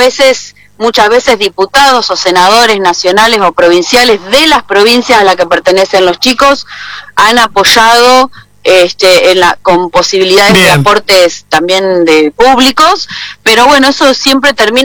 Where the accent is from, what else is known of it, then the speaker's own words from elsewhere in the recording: Mar del Plata, Buenos Aires Province, Argentina; De Mar del Plata.